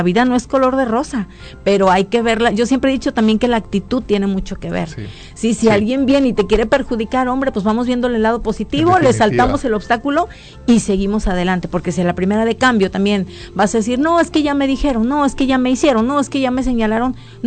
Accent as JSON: {"language": "Spanish", "town": "Tepic", "region": "Nayarit", "country": "Mexico", "said": "estoy enamorada de Tepic en todos los los sentidos. Entonces me pesaba tanto, decía, ¿cómo voy a dejar de donde soy para irme a otro lado?"}